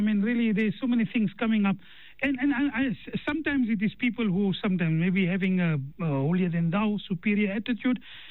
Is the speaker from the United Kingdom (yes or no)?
no; Karachi, Sindh, Pakistan; When I came from Karachi, I'll openly say it.